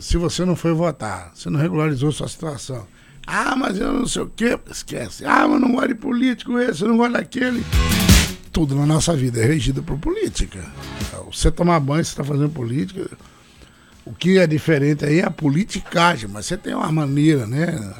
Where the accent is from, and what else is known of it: Brazil